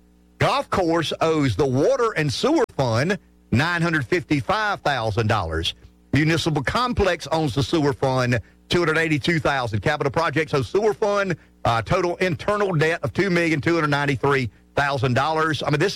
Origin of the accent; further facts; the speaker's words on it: Pamplico, South Carolina, United States; I'm from Pamplico